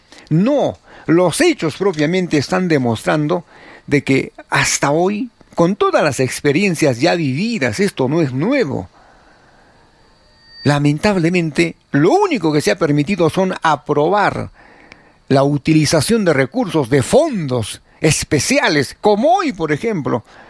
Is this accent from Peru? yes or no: yes; Arequipa, Peru; Allí los que votaron por Keiko, aquí, allí los peruanos y como arequipeños igual, ¿no?